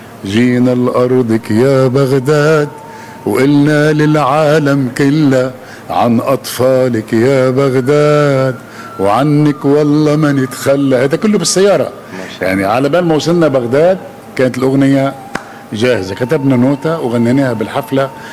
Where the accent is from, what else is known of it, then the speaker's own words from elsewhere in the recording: Tripoli, North Governorate, Lebanon; أنا طرابلس لبنان